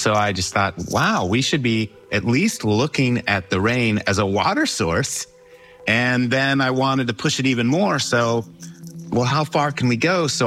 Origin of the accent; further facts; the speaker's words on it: Tucson, Arizona, United States; as I got older growing up in Tucson.